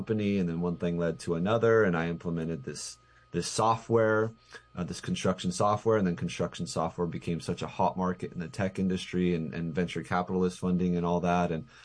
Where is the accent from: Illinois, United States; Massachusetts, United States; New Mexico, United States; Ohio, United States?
New Mexico, United States; Albuquerque; I came from Albuquerque. We have family in, you know, Colorado, other places.